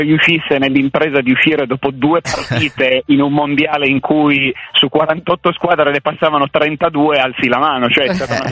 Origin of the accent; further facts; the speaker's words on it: Montechiaro d'Asti, Piedmont, Italy; Montechiaro è il mio paese, ho giocato fino a qualche anno fa